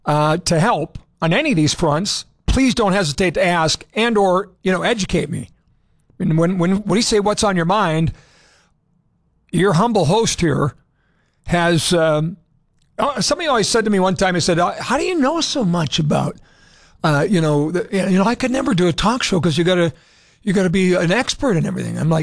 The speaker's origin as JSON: {"language": "English", "town": "Montevideo", "region": "Minnesota", "country": "United States", "tie": "born or raised there", "said": "I'm a city kid with roots in agriculture. And then growing up in Montevideo, grandparents in Canby, Minnesota, corn farmers"}